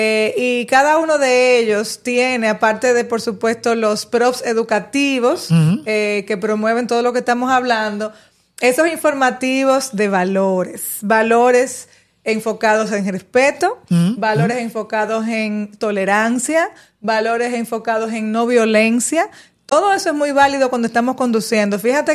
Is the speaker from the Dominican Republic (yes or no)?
yes; Dominican Republic; Somos dominicanos y podemos hacerlo.